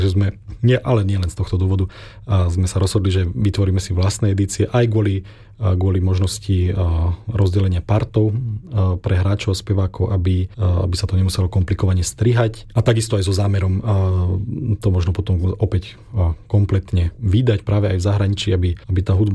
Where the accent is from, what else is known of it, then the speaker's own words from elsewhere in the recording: Spišská Nová Ves, Košice Region, Slovakia; Pôjdeme najprv do Spišskej Novej Vsi, odkiaľ pochádzam.